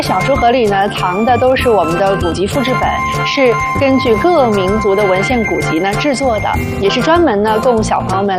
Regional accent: China

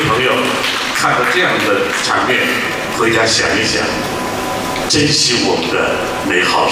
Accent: China; 我们中国人自己创作的音乐剧

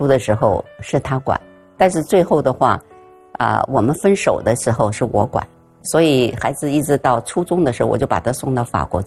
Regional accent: Beijing, China; born there; also born or lived in Shaoxing, Zhejiang; 因为我父母是三岁把我带到北京来，其实我的老家是浙江绍兴的

